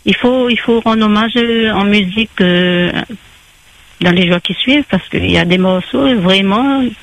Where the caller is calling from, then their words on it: La Possession, Réunion; Oui, je téléphone … de la Possession.